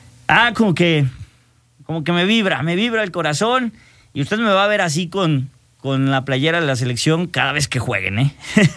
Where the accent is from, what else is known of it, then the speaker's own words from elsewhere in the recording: Mexico; siempre a donde voy soy el más mexicano